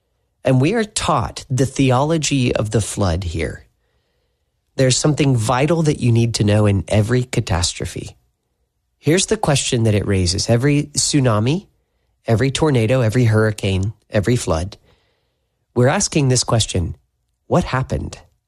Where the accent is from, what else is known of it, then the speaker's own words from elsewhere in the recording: Tupelo, Mississippi, United States; I'm from Tupelo, Mississippi, and a tornado swept through Tupelo in the last few years.